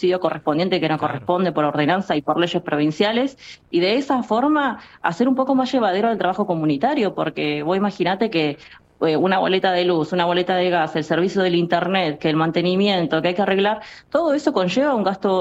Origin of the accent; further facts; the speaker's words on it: Río Grande, Tierra del Fuego, Argentina; somos fueguinas, nacimos y nos criamos y vivimos en Río Grande